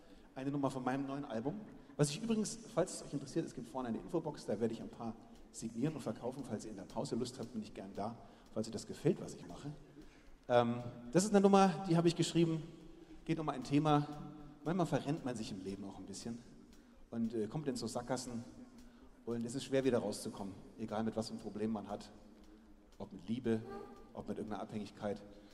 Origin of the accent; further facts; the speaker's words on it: Erlangen, Bavaria, Germany; also born or lived in Nuremberg; so viele Menschen in meiner Heimat Franken. Ich bin zwar ein Erlanger, aber ich habe auch in Nürnberg gelebt. 10 Jahre habe ich hier gelebt